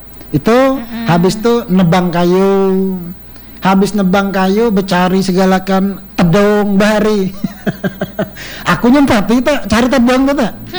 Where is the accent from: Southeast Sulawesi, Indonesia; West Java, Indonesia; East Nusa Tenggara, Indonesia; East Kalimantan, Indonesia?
East Kalimantan, Indonesia; dari Kutai Timur